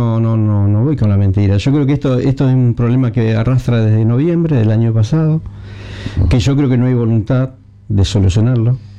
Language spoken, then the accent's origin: Spanish; Casilda, Santa Fe, Argentina; los verdaderos dueños somos los ciudadanos de Casilda.